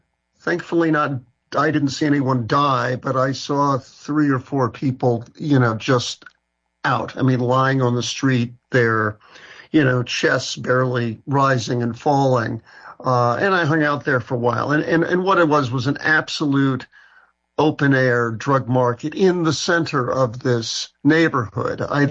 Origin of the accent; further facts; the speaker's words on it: New York City, New York, United States; I grew up in New York City.